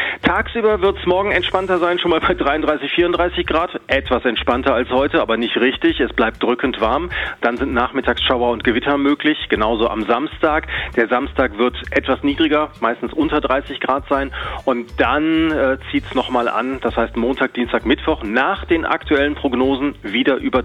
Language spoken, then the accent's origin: German; West Germany, Germany; ich besetze ja hier auch eine Stelle, nämlich als der Vorzeige-Wessi